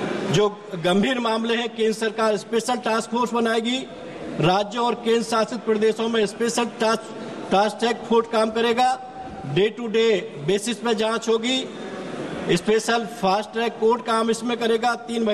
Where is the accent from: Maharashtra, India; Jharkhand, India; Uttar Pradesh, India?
Uttar Pradesh, India; सभापति, मैं उत्तर प्रदेश से हूँ